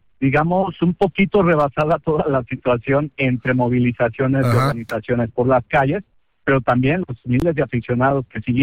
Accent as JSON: {"language": "Spanish", "country": "Mexico", "said": "Como mexicano, pues bueno, pues que gane México."}